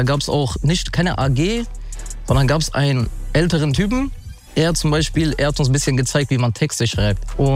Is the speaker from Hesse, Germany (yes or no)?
yes; Offenbach, Hesse, Germany; Ich bin in Offenbach aufgewachsen und wir hatten so ein Jugendzentrum. Und das war in Offenbach Nordend.